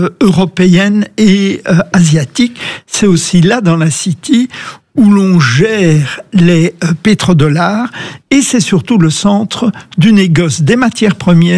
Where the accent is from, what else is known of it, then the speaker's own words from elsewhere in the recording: Belgium; c'est un merveilleux pays, moi j'y suis très attaché, je suis belge, bien que j'ai pris la nationalité britannique après le Brexit